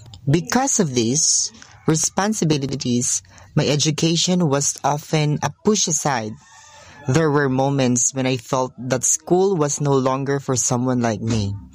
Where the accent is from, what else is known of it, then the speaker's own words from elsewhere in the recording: Ilog, Western Visayas, Philippines; English is a second language; Growing up in Sitio San Ramon, Barangay Manalad, Ilog Negros Occidental, life was never easy. My family is poor, and my parents do not have stable work.